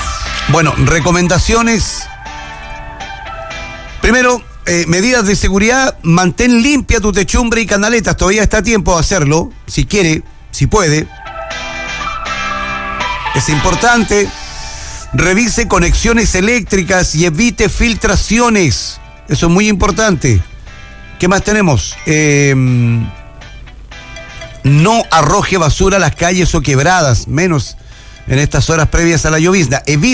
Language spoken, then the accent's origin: Spanish; Antofagasta, Chile; los que somos de Antofagasta y tenemos mediano conocimiento, estuvimos aquí ese año y vimos y vivimos el tema del aluvión